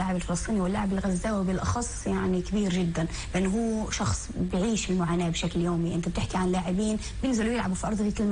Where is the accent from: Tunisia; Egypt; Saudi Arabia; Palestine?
Palestine; إحنا عندنا الفلسطيني في كل محل هو سفير، يعني بالنهاية احنا بنمثل هويتنا.